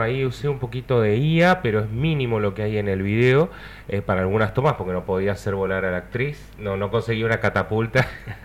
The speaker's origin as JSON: {"language": "Spanish", "town": "Río Gallegos", "region": "Santa Cruz", "country": "Argentina", "said": "yo soy de acá de Río Gallegos"}